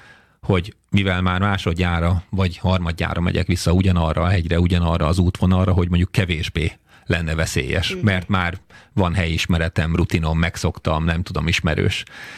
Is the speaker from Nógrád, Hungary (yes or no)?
no; Békéscsaba, Békés, Hungary; Igen, kifejezetten nagyon is sík volt a szülő otthonom, illetve hát ugye Békéscsabán születtem, úgyhogy a táj, amit az első éveim során megismertem, ott sok dombot nem láttam, legfeljebb a körösöknek a körgátját.